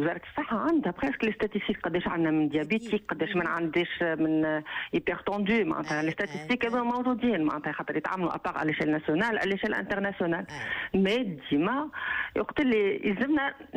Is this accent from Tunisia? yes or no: yes; Tunisia